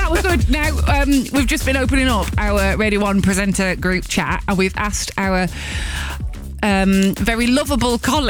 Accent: Yorkshire and the Humber, United Kingdom; We're both from Yorkshire

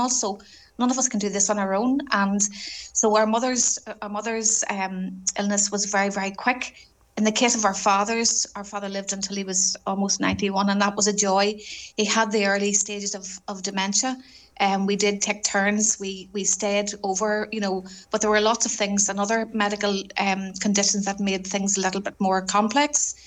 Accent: Northern Ireland, United Kingdom; moved away; I'm originally from County Armagh, and you lived in a very rural area, and where roads weren't great

